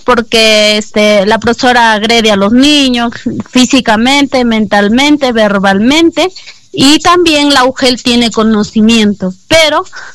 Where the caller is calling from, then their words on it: La Libertad, Peru; yo estoy llamando de acá del caserío de Chubizongo.